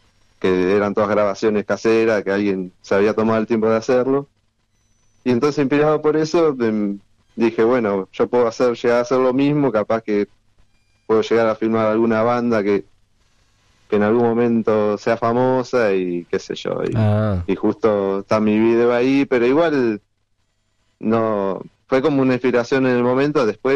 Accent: Viedma, Río Negro, Argentina; soy de Viedma, de Río Negro

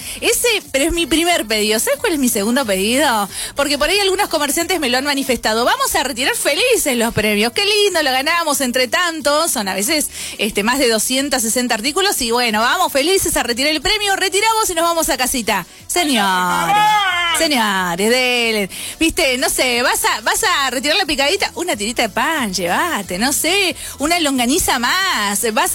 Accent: Argentina; somos argentinos.

